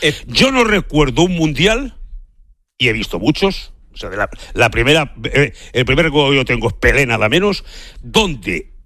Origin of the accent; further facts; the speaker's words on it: Spain; Todas estas mierdas que a mí me irritan como ciudadano español.